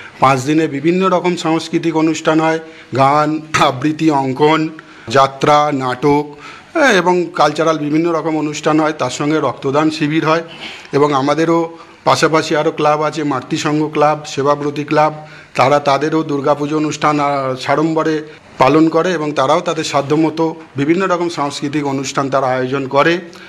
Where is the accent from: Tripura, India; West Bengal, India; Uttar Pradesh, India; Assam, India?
West Bengal, India; Jagatballavpur; 5টা 7টা বড় বড় মাঠ আছে আমাদের জগৎবল্লভপুর গ্রামের মধ্যে